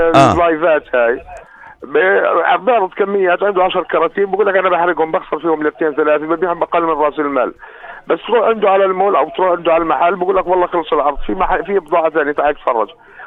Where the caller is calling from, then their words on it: Jordan; عندنا في الأردن